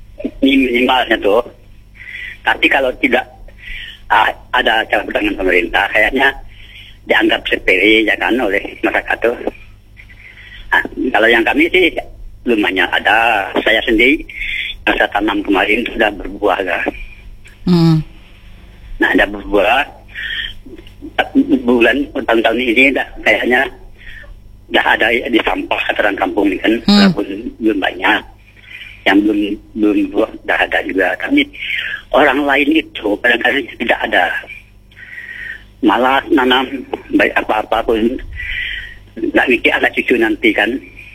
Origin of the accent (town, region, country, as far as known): Sanggau, West Kalimantan, Indonesia